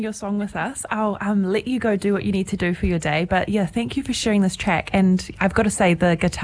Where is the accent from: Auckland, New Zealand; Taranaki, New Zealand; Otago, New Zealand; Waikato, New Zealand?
Taranaki, New Zealand; Mokau; home is Mōkō here in Taranaki.